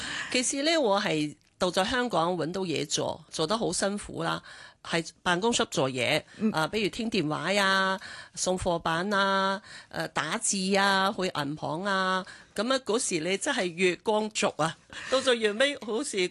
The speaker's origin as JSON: {"language": "Cantonese", "town": "Harbin", "region": "Heilongjiang", "country": "China", "also_born_or_lived": "Shenzhen", "second_language": "Cantonese", "moved": "as an adult", "lives_now": "Hong Kong", "said": "係啦係啦，我嚟自哈爾濱。"}